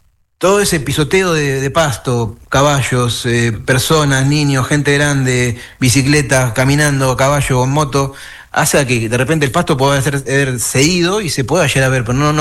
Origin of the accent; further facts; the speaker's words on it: Buenos Aires, Argentina; moved away as an adult; now in Corrientes, Argentina; Acá en Corrientes, yo soy un chico de Buenos Aires, de toda mi vida en porteño, como ustedes quieran decirle, de Capital Federal